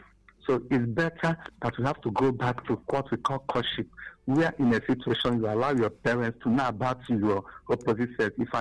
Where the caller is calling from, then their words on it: Onitsha, Anambra, Nigeria; I'm calling from Onitsha.